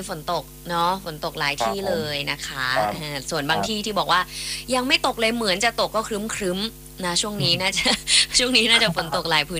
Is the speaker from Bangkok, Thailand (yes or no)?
no; Chiang Mai, Thailand; accent: Kham Mueang; เชียงใหม่ค่ะ